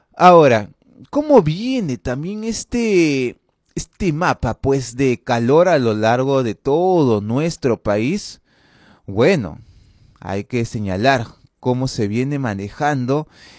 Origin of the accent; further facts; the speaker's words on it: Peru; como toda peruana y peruano